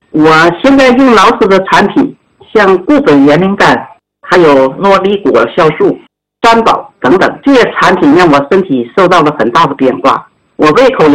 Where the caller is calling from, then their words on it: Yingkou, Liaoning, China; 我来自辽宁省营口市，